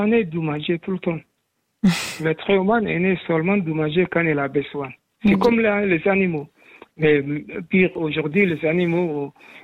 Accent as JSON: {"language": "French", "country": "Somalia", "tie": "born or raised there", "moved": "yes", "said": "Moi, quand j'étais petit en Somalie"}